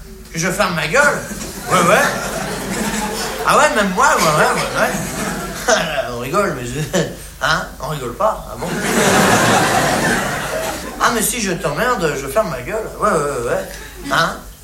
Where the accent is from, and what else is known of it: France